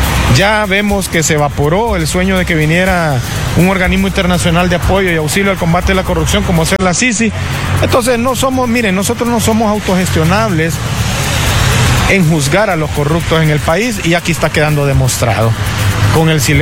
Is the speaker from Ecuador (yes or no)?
no; Honduras; Yo lamento como hondureño primeramente y después como abogado